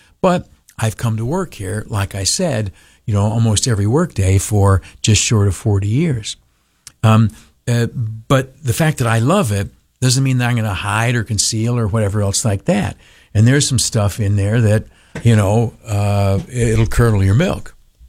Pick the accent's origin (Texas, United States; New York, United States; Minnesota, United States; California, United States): New York, United States; Canisteo; where I grew up down in Canastillo